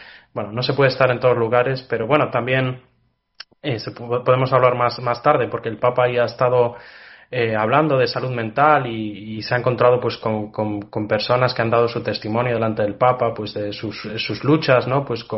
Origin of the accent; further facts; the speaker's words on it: Galicia, Spain; Yo soy originario de Galicia, el noroeste de Esp